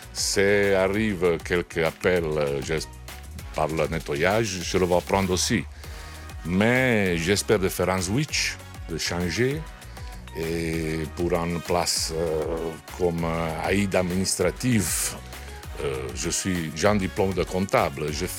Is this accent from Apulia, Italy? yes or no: yes; Monopoli, Apulia, Italy; French is a second language; moved away as an adult; now in Luxembourg; Je suis arrivé 6 ans arrière par la Puglia. Je suis de Monopoli, je suis marié.